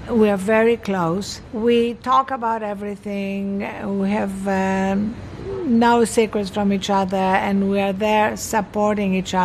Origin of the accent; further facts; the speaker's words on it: Athens, Attica, Greece; I grew up in Athens, Greece. My mother, my younger sister, and I lived in a one-bedroom apartment.